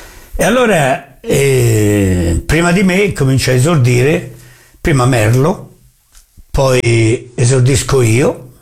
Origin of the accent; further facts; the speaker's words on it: Ponsacco, Tuscany, Italy; ma te sei di dove sei? Di Ponzacco. Dov'è Ponzacco? Provincia di Pisa.